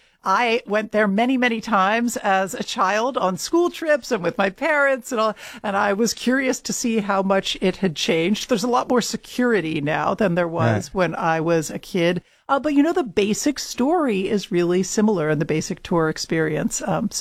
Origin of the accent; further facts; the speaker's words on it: Philadelphia, Pennsylvania, United States; but that also happens to be my hometown. And so it was also a good way to introduce myself as a traveler and as someone who's coming back to some places that I had been before